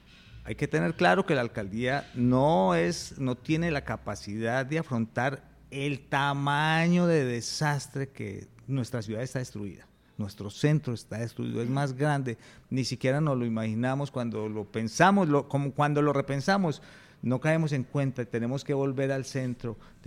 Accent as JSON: {"language": "Spanish", "town": "Pereira", "region": "Risaralda", "country": "Colombia"}